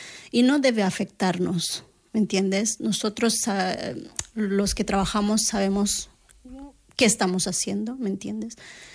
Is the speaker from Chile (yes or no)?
no; Bolivia; Yo soy de los Aymara, pueblo Aymara, que es un pueblo originario de Bolivia.